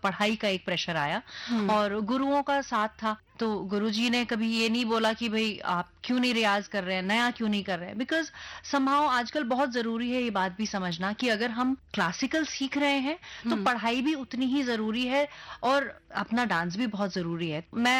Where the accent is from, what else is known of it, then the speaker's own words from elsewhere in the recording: Dehradun, Uttarakhand, India; देहरादून से मैं हूँ, पली बड़ी वहीं पर हूँ